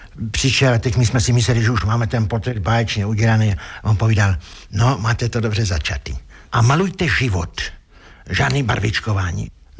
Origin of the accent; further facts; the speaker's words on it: Písek, South Bohemian Region, Czechia; born there; Narodil jsem se v Písku, a sice v rolnické škole, můj otec tam byl profesorem